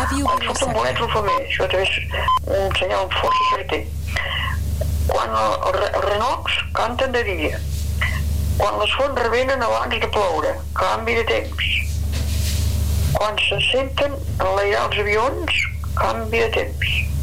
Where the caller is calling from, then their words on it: Santa Pau, Catalonia, Spain; de Santa Pau